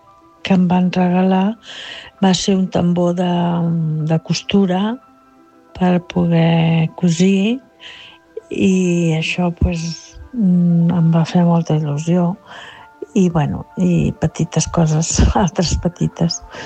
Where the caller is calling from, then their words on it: Barcelona, Catalonia, Spain; de Barcelona.